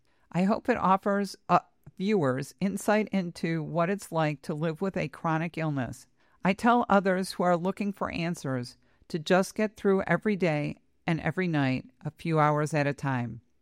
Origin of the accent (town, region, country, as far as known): Connecticut, United States; born or raised there